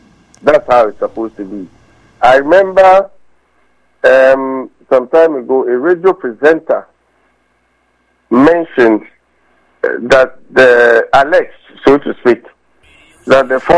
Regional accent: Tamale, Northern Region, Ghana; I remember growing up in Zegbeli, Tumali.

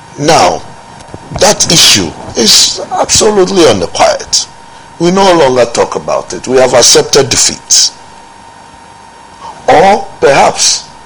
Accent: Accra, Greater Accra, Ghana; I grew up in Accra. I grew up in Gamashi.

